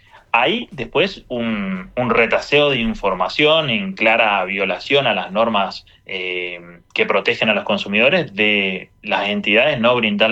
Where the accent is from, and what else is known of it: Argentina